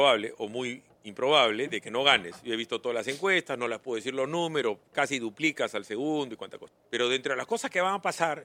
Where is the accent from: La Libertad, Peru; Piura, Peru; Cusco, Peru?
La Libertad, Peru; Trujillo; Ah, no, yo no soy de Chiclayo. Yo soy de Trujillo, que es más que ser Chiclayo.